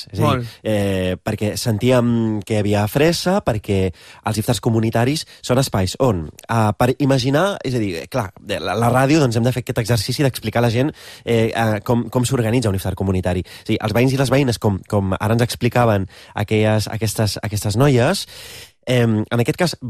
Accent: Roses, Catalonia, Spain; jo soc de Roses, de Girona, i la gent de Girona fem una mica el que...

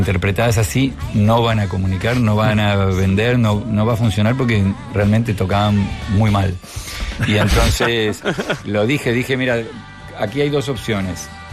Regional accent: Murcia, Region of Murcia, Spain; y yo decía, pero si soy de Murcia. ¿Dónde está?

